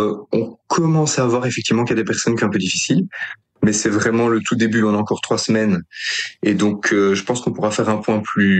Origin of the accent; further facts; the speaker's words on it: Gosselies, Wallonia, Belgium; j'ai grandi à Gosselies, dans la région de Charleroi